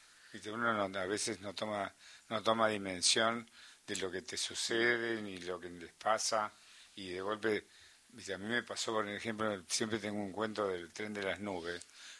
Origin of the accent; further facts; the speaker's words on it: Tostado, Santa Fe, Argentina; yo soy de Tostado, o sea que también, soy